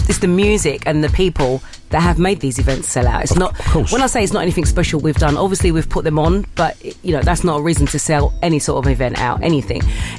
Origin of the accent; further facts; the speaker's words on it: London, United Kingdom; born there; accent: Cockney; Dominican, St. Lucian. But hello, I am also Cockney because I was born where I was born in East London.